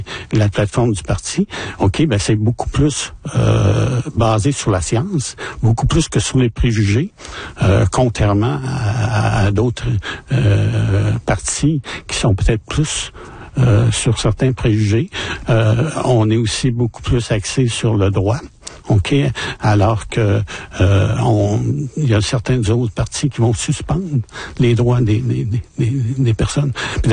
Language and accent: French; Roberval, Quebec, Canada; born there; moi, je suis né à Roberval